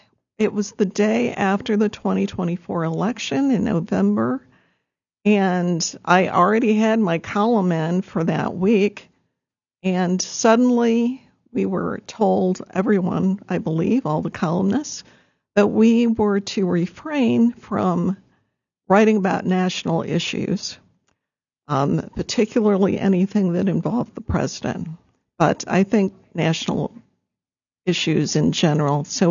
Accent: Detroit, Michigan, United States; moved away as an adult; now in Fargo-Moorhead, United States; Okay. I grew up in the Detroit area

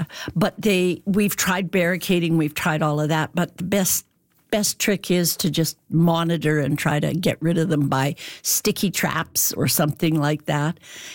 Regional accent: Alberta, Canada; I grew up in Alberta. I'm long time generations.

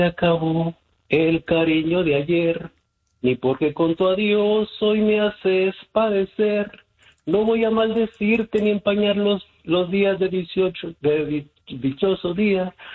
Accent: Poncitlán, Jalisco, Mexico; Pues sí, yo te le digo así, mi pueblo le digo rancho, el rancho de Poncitlán.

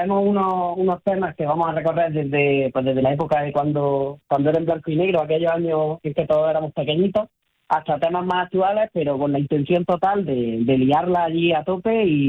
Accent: Granada, Andalusia, Spain; moved away as an adult; Yo soy de Granada y me mudé por estas tierras hace 3 añitos.

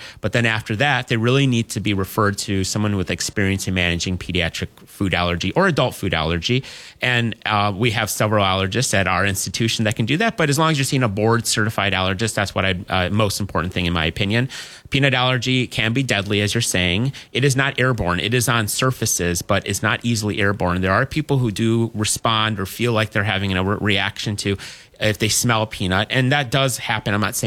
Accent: Onalaska, Wisconsin, United States; moved away as an adult; also born or lived in Madison, Wisconsin / Cincinnati, Ohio; So I grew up in Onalaska. I moved away.

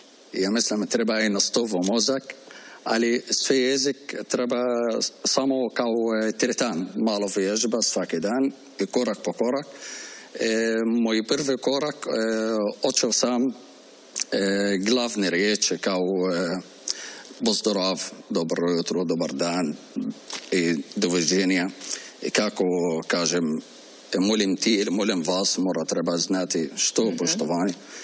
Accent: Port Said, Port Said Governorate, Egypt; Croatian is a second language; moved away as an adult; now in Croatia; Rođen sam u Egiptu iz grad Port Said.

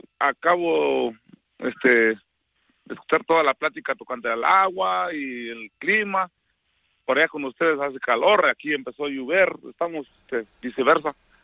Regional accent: Santa María Tindú, Oaxaca, Mexico; Spanish is a second language; moved away; las calles de mi barrio, de mi pueblo, allá de Santa María Tindú, cuando nací, crecí, siempre he sido un hombre bien loco y vago

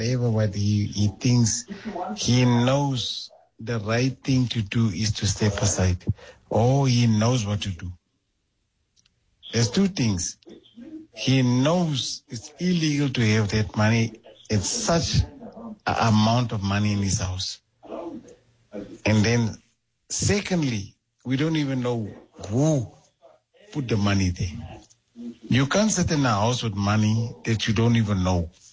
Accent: KwaThema, Gauteng, South Africa; I'm from Kwatema.

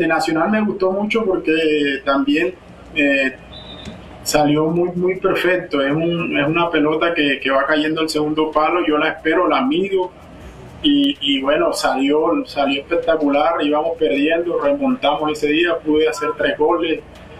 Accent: Colombia; now in Mexico; dejar una huella, dejar un legado y seguir dejando el nombre de Colombia, de mi familia y de mi pueblo en alto.

